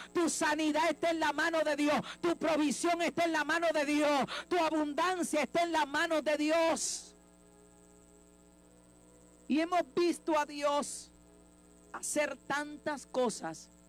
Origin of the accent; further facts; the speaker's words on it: Dominican Republic; nosotros como dominicanos